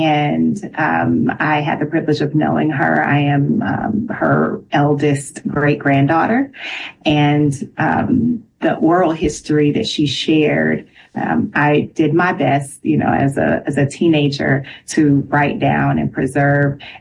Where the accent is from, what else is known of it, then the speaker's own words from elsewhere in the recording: Nashville, Tennessee, United States; We are in Nashville. I was raised in Nashville. I have all kinds of relatives that are still there.